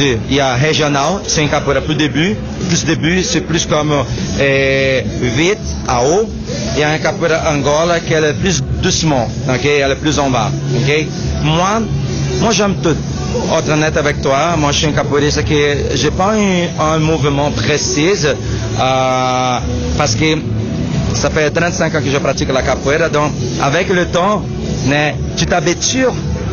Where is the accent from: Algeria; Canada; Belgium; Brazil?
Brazil; Pour moi, en tant que brésilien, je veux dire que c'est une chose qui me manque beaucoup, c'est la nourriture. Donc la nourriture brésilienne, elle est super riche.